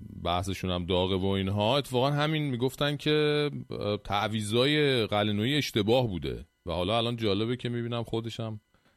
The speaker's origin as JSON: {"language": "Persian", "country": "Iran", "said": "شاید به خاطر اینکه ما ایرانی هستیم و حالا بالاخره مثلا بازی رو دیدیم"}